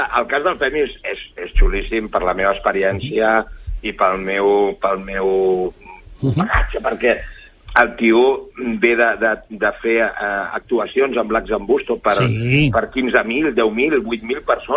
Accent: Sant Boi de Llobregat, Catalonia, Spain; la ràdio del meu poble natal

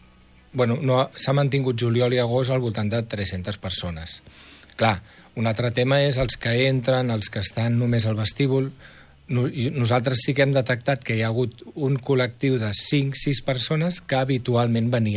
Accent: Barcelona, Catalonia, Spain; Jo sóc de Barcelona i ho veig cada dia, però bueno, a Rubí també n'hi ha.

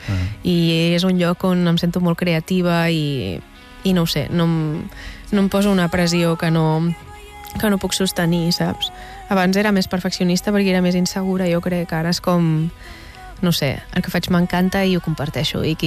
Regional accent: Badalona, Catalonia, Spain; moved away as an adult; now in Barcelona, Spain; Barcelona, la meva ciutat. Tot i que sóc de Badalona

